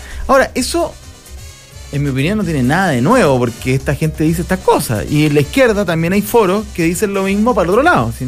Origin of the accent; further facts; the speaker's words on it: Chile; Y aquí nosotros, como chilenos, chilenas, tenemos que tomar postura.